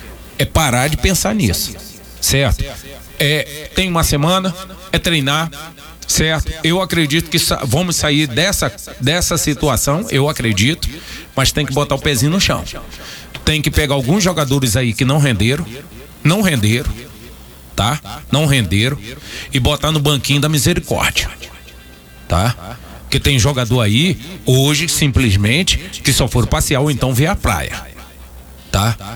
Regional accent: Rio de Janeiro, Brazil; Nós que somos carioca

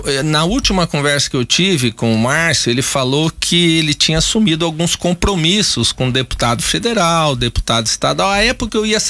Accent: Paraná, Brazil; Mas eu sou paranaense

